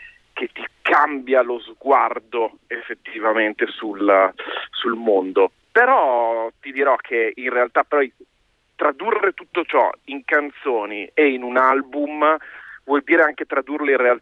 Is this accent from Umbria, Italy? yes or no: no; Milan, Lombardy, Italy; also born or lived in Genoa; te lo dico da milanese, tra l'altro, da nato e cresciuto a Milano